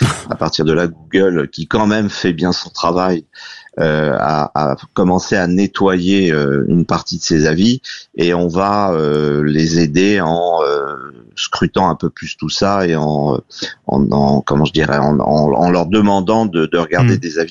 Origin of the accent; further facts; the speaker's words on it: France; à la base, je suis français, pas musulman